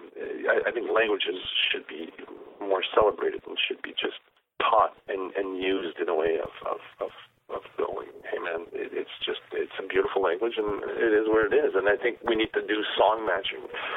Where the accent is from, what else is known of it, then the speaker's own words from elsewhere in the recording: Ontario, Canada; I'm from Ontario, man.